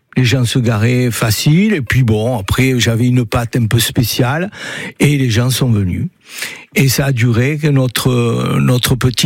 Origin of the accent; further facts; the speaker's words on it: Naples, Campania, Italy; On vient de Naples, d'Italie, mais du sud de l'Italie.